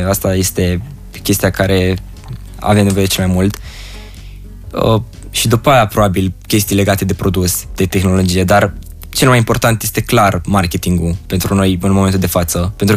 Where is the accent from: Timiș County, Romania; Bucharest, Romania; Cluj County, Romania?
Timiș County, Romania; Timișoara; eu sunt din Timișoara și tatăl meu